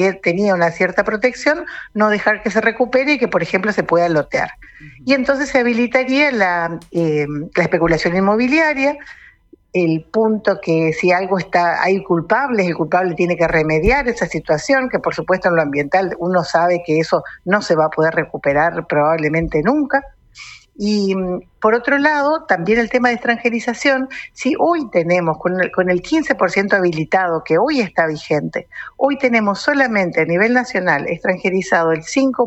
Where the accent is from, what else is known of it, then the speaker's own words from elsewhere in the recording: Argentina; nosotros los argentinos